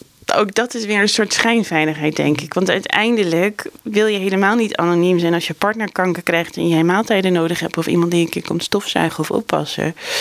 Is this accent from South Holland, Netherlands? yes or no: no; Amsterdam, North Holland, Netherlands; moved away; ik kom uit Amsterdam en daar is het ook heel leuk.